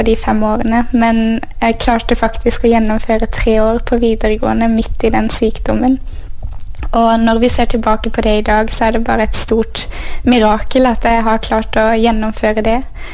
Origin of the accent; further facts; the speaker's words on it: Froland, Agder, Norway; also born or lived in Bergen; Jeg er født i Froland, eller Arendal sykehus. Men vi flyttet til Bergen da jeg var 4 år, og der bodde vi 10 år før vi flyttet tilbake igjen til Froland.